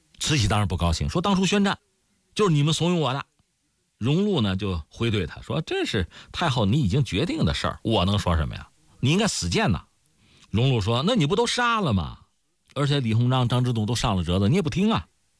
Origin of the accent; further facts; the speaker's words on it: China; 那按说按照我们中国人老话叫家有千口，主事一人嘛